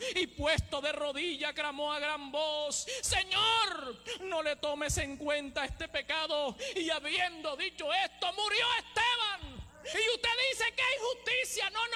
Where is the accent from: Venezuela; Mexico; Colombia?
Colombia; Cartagena, Bolívar; Yo soy cartagenero. Tiene una costumbre, tiene tradiciones que me marcan a mí, que me definen, que están en mi ADN. ¿Es así o no es así? Hablo golpeado, todavía digo caldero, todavía digo puerta cuando estoy hablando rápido.